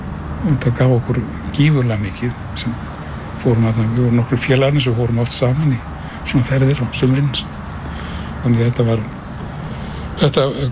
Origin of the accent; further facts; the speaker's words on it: Reykjavík, Capital Region, Iceland; þetta var svo óskaplega ólíkt þessum smábæ sem maður að alast upp í Reykjavík.